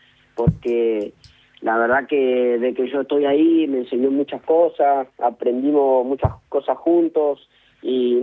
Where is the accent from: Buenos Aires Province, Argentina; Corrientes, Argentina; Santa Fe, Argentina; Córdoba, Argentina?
Corrientes, Argentina; moved away; yo de que vine de mi ciudad de Corrientes